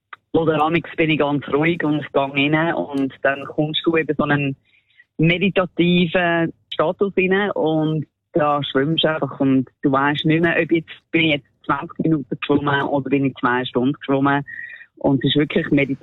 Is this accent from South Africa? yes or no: yes; South Africa; moved away; also born or lived in Switzerland; ich bin in Südafrika geboren und die Entwicklungsjahre prägen dich doch recht prägen.